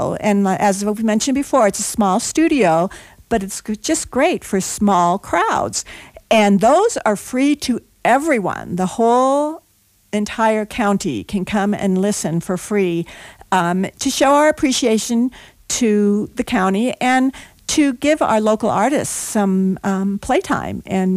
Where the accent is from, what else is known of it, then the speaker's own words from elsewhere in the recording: Boulder, Colorado, United States; I grew up in Boulder